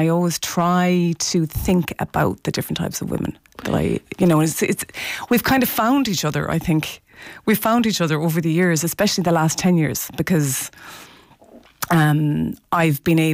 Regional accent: Tuam, Connacht, Ireland; now in Wicklow, Ireland; I grew up in Tuam and I've reconnected with that.

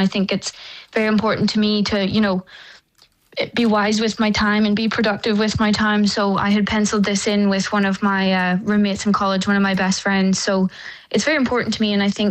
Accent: Ireland; being Irish and playing in your national open is always going to be very, very special.

